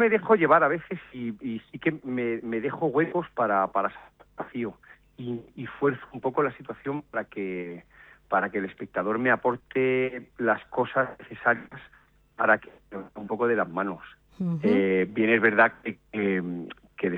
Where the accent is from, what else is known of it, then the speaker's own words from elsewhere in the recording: Mataró, Catalonia, Spain; yo soy de Mataró. Y mis padres son de Murcia